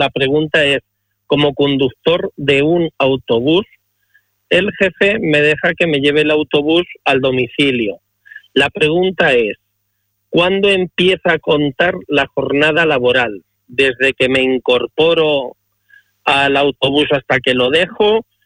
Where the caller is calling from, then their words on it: Madrid, Community of Madrid, Spain; llamo desde Madrid.